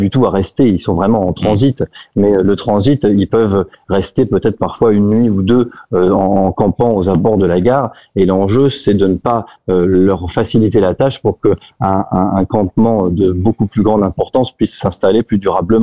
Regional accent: Hauts-de-France, France; now in Abbeville, France; chez nous, dans le Nord, le Pas-de-Calais, la Somme

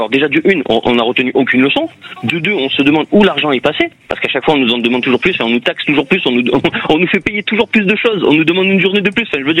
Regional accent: Marseille, Provence-Alpes-Côte d'Azur, France; Je suis de Marseille, donc je ne pourrais pas vous dire pour Nantes.

